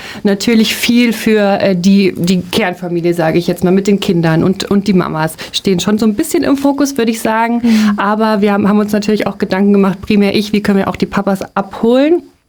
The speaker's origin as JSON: {"language": "German", "town": "Rotenburg an der Fulda", "region": "Hesse", "country": "Germany", "said": "Ich komme aus Rothenburg"}